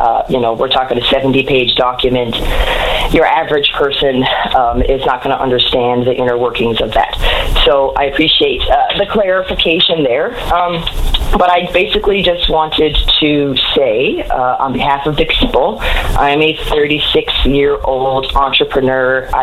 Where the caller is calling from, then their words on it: Newfoundland and Labrador, Canada; I'm going to be 86 when this contract is up. If I'm still living, I may never see the electricity bill that I deserve to see as a Newfoundlander.